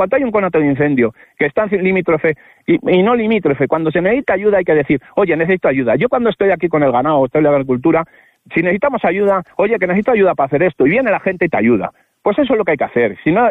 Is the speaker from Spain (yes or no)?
yes; Laina, Castile and León, Spain; el mayor está en mi pueblo, en Laina, sí, que yo también soy de Laina.